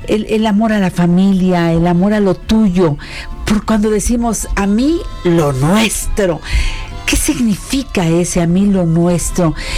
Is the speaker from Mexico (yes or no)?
yes; Mexico